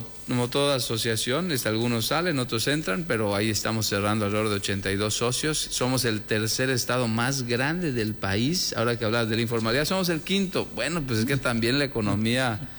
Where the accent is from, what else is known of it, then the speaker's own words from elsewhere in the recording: Yucatán, Mexico; como mexicanos y más en el pequeño como yucatecos